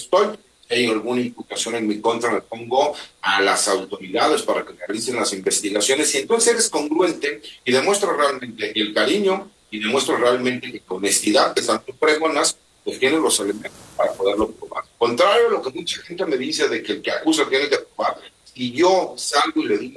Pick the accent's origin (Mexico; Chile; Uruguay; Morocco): Mexico; lo que queremos como ciudadanos es que si alguien cometió un delito, sea juzgado por las autoridades de nuestro país, en este caso la Fiscalía General de la República